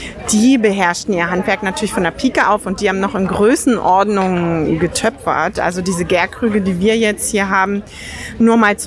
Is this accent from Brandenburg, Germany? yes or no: yes; Cottbus, Brandenburg, Germany; born there; Ja, also ich stamme gebürtig aus Cottbus, das ist ganz in der Nähe vom Spreewald